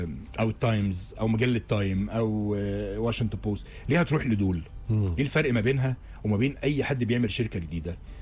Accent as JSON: {"language": "Arabic", "country": "Egypt"}